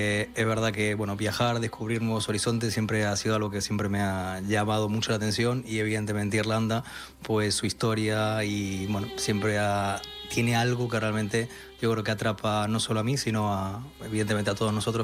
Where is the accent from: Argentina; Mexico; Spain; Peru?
Spain; A Coruña, Galicia; also born or lived in Uruguay / Santiago de Compostela; Bueno, realmente, nací en Uruguay. Lo que pasa es que yo toda la vida, viví desde los 10 años en A Coruña, entre Coruña y Santiago, porque, mi familia emigró con la crisis del 2002.